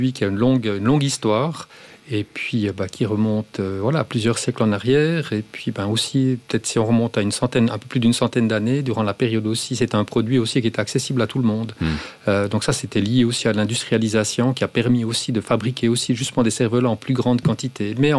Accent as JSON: {"language": "French", "region": "Jura", "country": "Switzerland", "said": "moi, en tant que jurassien, on a la saucisse d'Ajoie qui est liée, en fait, à la fête de la Saint-Martin."}